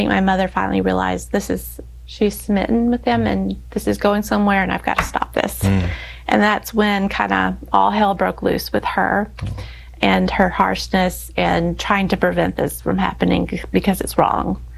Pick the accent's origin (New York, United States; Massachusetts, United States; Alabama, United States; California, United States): Alabama, United States; So I was proud to say, I'm from Alabama too.